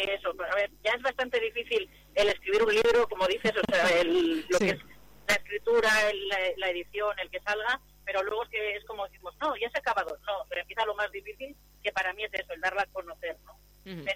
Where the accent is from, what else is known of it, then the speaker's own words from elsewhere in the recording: Amurrio, Basque Country, Spain; also born or lived in Ayala; now in Retes, Spain; aunque yo vivo en Retes y soy de Ayala, yo siempre he sido de Amurrio.